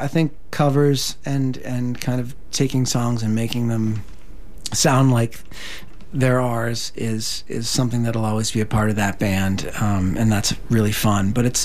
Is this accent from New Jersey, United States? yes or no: no; Boston, Massachusetts, United States; I grew up in the Boston area